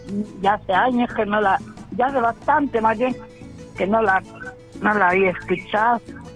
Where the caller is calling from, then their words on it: Concepción de Ataco, Ahuachapán, El Salvador; Aquí le hablo de Ataco.